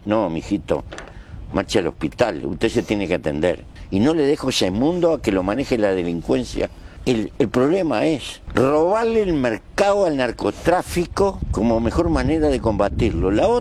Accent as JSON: {"language": "Spanish", "country": "Uruguay"}